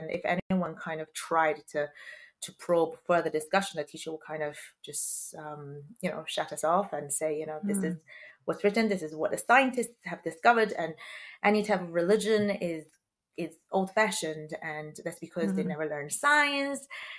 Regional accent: China; moved away; growing up in China

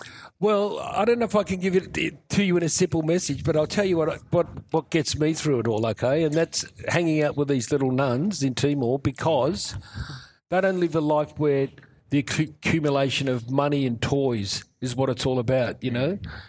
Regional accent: Australia; It's still really tough being an Australian musician.

